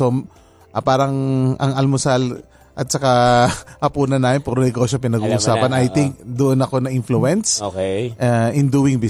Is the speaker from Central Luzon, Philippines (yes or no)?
no; Manila, Metro Manila, Philippines; lumaki akong Divisoria.